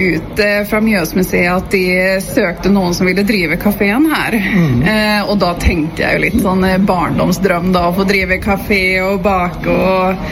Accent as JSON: {"language": "Norwegian", "region": "Oslo", "country": "Norway", "tie": "born there", "also_born_or_lived": "Sweden", "said": "Nei, det er jeg ikke. Jeg er født i Oslo, men så har jeg bodd i Sverige de siste 23 årene. Så det hender at det blir litt svensk og litt norsk."}